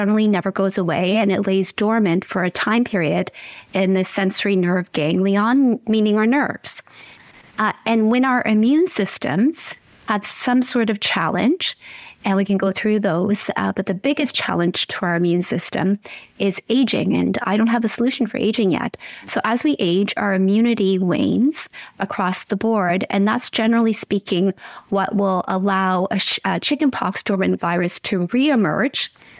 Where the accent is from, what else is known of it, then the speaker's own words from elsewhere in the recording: Ontario, Canada; Well, I hail from Ontario, where it is still winter, unfortunately.